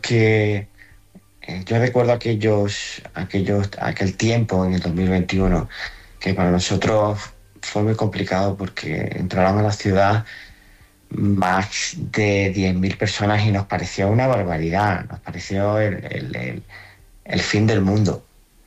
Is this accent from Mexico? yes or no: no; Spain; Y además nosotros nos sentimos profundamente españoles y queremos seguir siendo españoles.